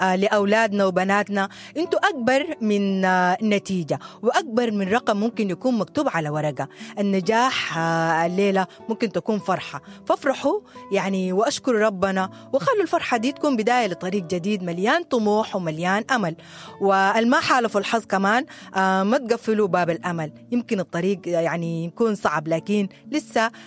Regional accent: Sudan; ونحن أكيد كسودانيين

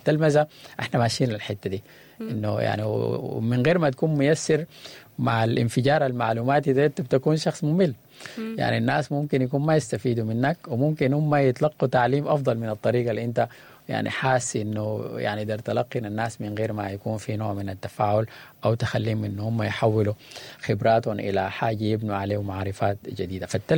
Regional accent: Sudan; بس يعني إحنا فعلا يعني كسودانيين برضو محتاجين إنه نتعلم كيف إنه نعرف يعني تحدياتنا ومخاوفنا

